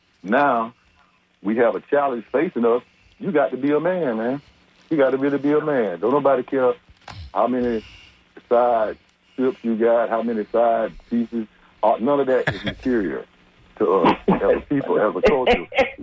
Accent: United States; I was born in Thomas County. I know. Okay. I grew up there.

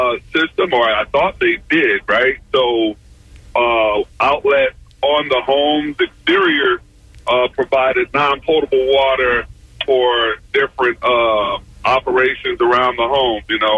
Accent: Florida, United States; I'm calling because I grew up around Hillsborough County. We moved around a lot.

